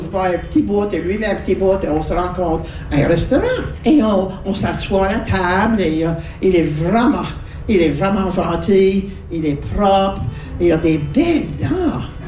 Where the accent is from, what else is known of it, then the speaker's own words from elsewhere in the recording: Baie Sainte-Marie, Nova Scotia, Canada; Ben moi, je viens de la Baie-Sainte-Marie.